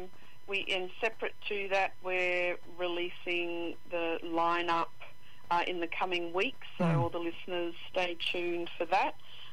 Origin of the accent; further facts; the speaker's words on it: Alice Springs, Northern Territory, Australia; born and bred in Mbantua, Alice Springs, Central Desert.